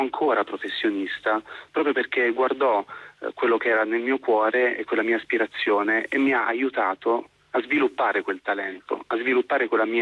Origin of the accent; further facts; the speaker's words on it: Apulia, Italy; io facevo teatro con i miei amici nel mio paese, in provincia di Bari.